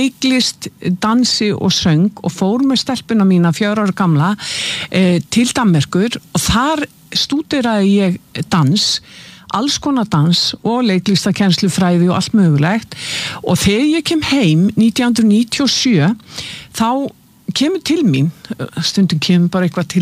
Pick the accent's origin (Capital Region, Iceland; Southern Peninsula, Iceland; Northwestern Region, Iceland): Southern Peninsula, Iceland; Keflavík; Ég fætt 1961 þannig að þegar ég að alast upp og sem unglingur og þegar við vorum krakkar ég fætt og uppalinn í Keflavík í Bíklabænum